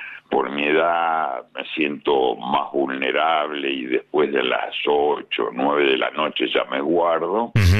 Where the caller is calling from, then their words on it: Buenos Aires, Argentina; de la República de Barracas.